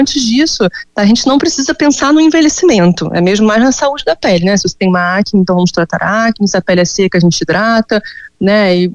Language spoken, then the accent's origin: Portuguese; Rio de Janeiro, Brazil; Eu sou do Rio, mas eu atendo muitos pacientes online e eu atendo presencialmente em São Paulo também